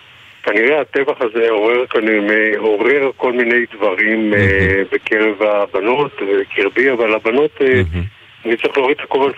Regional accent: Givatayim, Tel Aviv District, Israel; born there; כי אנחנו ילידי, בעצם נולדנו בגבעתיים עוד

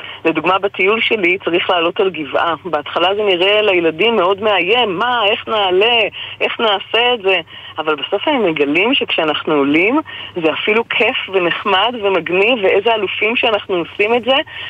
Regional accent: Southern District, Israel; אני אישית מהנגב מגיעה

